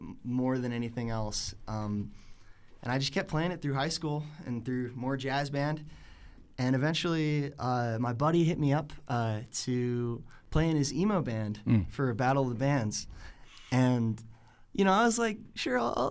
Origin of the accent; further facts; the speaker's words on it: Broken Arrow, Oklahoma, United States; I grew up in Oklahoma in this really big marching band. District was pretty big part of the culture in Broken Arrow, Oklahoma.